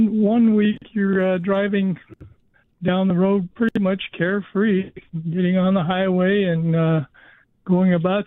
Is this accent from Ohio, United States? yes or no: no; California, United States; You know, when I grew up in California, we carried our 22 pistols and our holster into the grocery store.